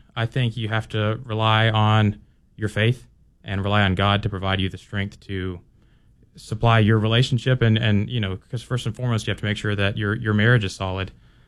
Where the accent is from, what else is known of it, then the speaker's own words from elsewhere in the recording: Maylene, Alabama, United States; Maylene, Alabama.